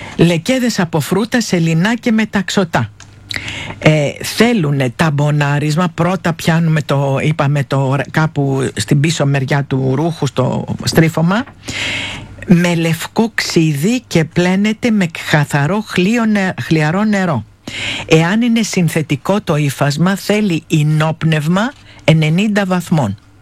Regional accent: Evia, Central Greece, Greece; είμαι από την Κίνη.

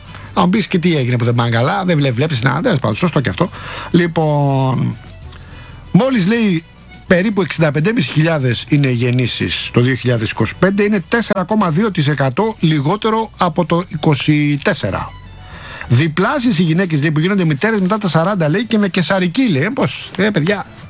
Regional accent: Rafina, Attica, Greece; θα πάμε στη Ραφίνα αργότερα, την πατρίδα μου, όχι για τα λιμάνια και για τα ταξίδια

